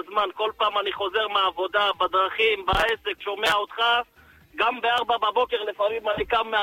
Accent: Tel Aviv, Tel Aviv District, Israel; also born or lived in Netanya; now in Hadera, Israel; אני גדלתי בתחנה מרכזית.

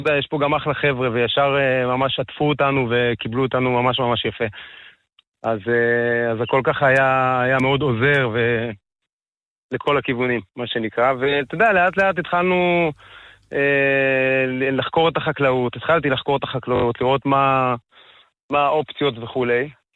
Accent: Beit Hashmonai, Central District, Israel; אני במקור מבית חשמונאי, אשתי מקריית אונו במקור

